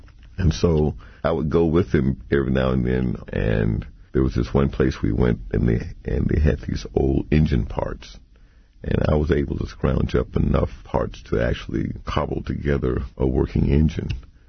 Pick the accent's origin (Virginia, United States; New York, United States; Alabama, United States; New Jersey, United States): Alabama, United States; Mobile; I grew up in Alabama, Mobile, Alabama.